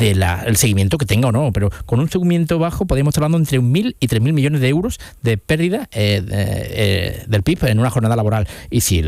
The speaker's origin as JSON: {"language": "Spanish", "region": "Andalusia", "country": "Spain", "said": "las frutas y hortalizas de Andalucía tenemos desde Huelva hasta Almería"}